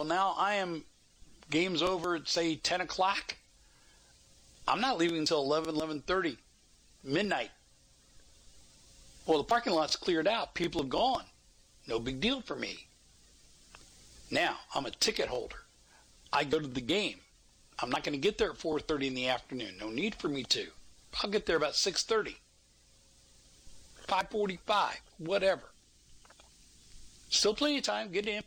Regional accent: Texas, United States; And I'm a native Texan, man. I was born and I was raised here. I'm as psycho Texan as you can get.

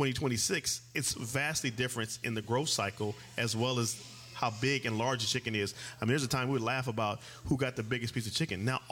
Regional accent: Pomona, California, United States; now in Temecula, United States

